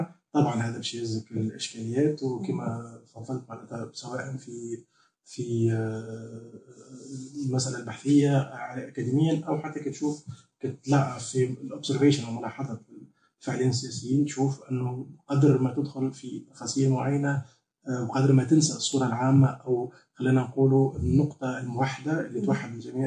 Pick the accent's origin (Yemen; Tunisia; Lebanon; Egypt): Tunisia